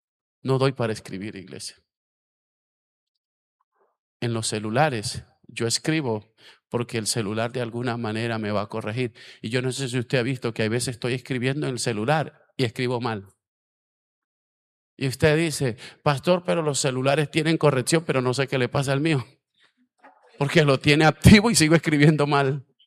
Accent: La Guajira, Colombia; Soy de La Guajira

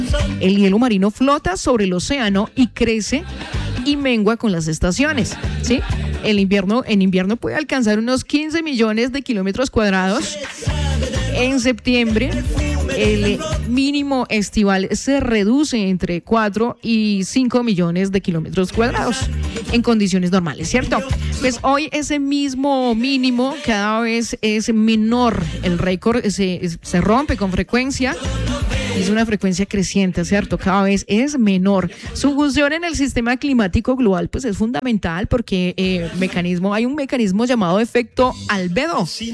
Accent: Colombia; Claro que nos importa, nosotros somos América Latina. Colombia es América Latina

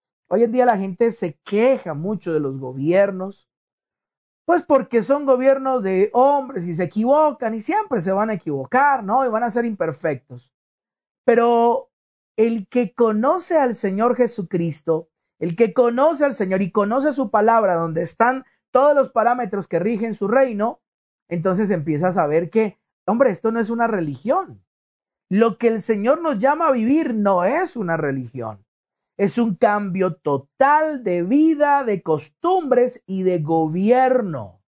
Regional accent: Colombia; born there; usted y yo colombianos nacimos aquí, yo soy colombiano, nací aquí en este país

